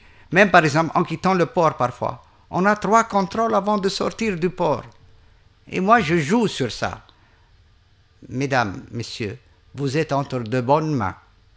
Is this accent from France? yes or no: no; Le Bardo, Tunis Governorate, Tunisia; Bon, moi je suis du Bardo, je savais qu'il y avait une caserne militaire à côté du musée.